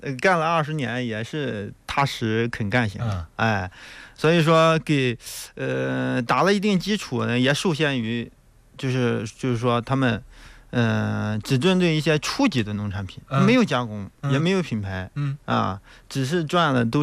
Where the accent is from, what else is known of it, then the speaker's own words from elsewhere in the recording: Rizhao, Shandong, China; also born or lived in Qingdao; now in Feicheng, China; 我是老家是日照人。